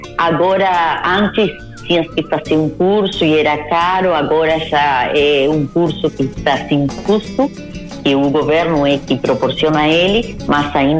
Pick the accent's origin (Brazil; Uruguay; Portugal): Uruguay; Río Branco, Cerro Largo; born there; accent: Brazilian Portuguese; Portuguese is a second language; also born or lived in Melo, Uruguay; eu nasci em Melo e... Vim para Rio Branco, que a família da minha mãe é daí.